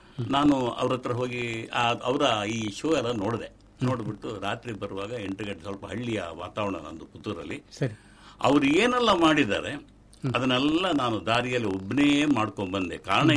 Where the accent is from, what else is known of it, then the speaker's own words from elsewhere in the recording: Mangaluru, Karnataka, India; born there; also born or lived in Kerala / Bengaluru / Puttur; ನಾನು ಹುಟ್ಟಿದ್ದು ಕೇರಳ, ಬೆಳೆದಿದ್ದು ಮಂಗಳೂರು, ಕಲ್ತಿದ್ದು ಬೆಂಗಳೂರು. ಆದರೆ 10ನೇ ತನಕ ಬೆಂಗಳೂರು ಕಲಿತು ವಾಪಸ್ ನಾನು ಮಂಗಳೂರಿಗೆ ಬಂದಾಗ ಮಂಗಳೂರಿನಲ್ಲಿ first P U C Ganapati ಕಾಲೇಜಲ್ಲಿ ಮಾಡಿದೆ.